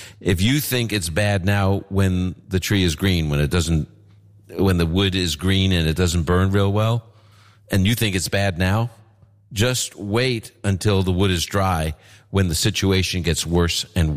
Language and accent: English; Brooklyn, New York, United States; you know, I'm from Brooklyn. Not many shepherds there, just saying.